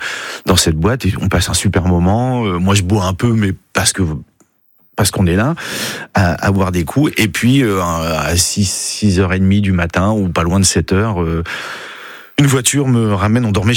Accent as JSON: {"language": "French", "town": "Saint-Étienne-du-Rouvray", "region": "Normandy", "country": "France", "tie": "born or raised there", "also_born_or_lived": "Mont-Saint-Aignan", "said": "Oui, je suis né à Mont-Saint-Aignan et j'ai grandi à Saint-Étienne-du-Rouvray."}